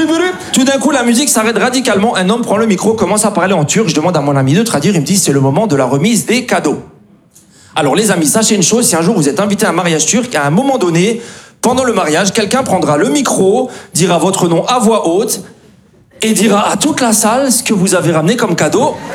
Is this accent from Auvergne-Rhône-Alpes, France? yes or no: no; Grand Est, France; born or raised there